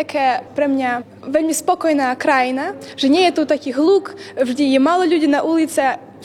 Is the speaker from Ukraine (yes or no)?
yes; Uzhhorod, Zakarpattia Oblast, Ukraine; som z Užhorodu, učím sa v 4. lícii.